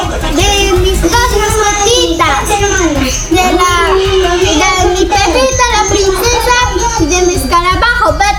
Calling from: Pucallpa, Ucayali, Peru; Soy de Pucallpa. Tengo 9 años.

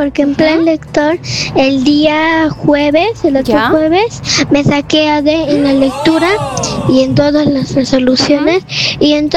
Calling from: San Agustín de Cajas, Junín, Peru; Vivo en San Agustín de Cajas.

